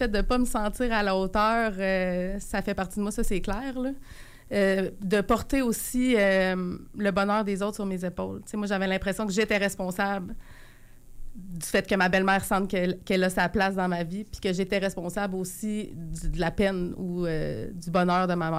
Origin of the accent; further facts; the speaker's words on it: Quebec City, Quebec, Canada; J'ai 34 ans. Moi, je viens de Charlebourg. Je viens d'ici. J'ai grandi dans une famille aimante.